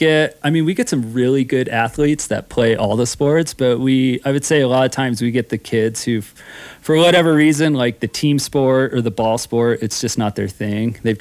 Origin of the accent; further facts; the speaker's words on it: Eaton, Colorado, United States; I grew up in Eaton, Colorado. Oh, it's near Fort Collins, a little farm town.